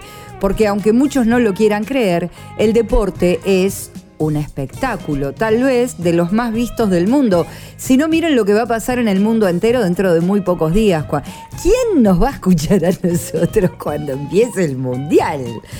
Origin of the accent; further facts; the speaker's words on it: Buenos Aires, Argentina; siendo porteña, nosotros decimos la S, la C y la Z como S.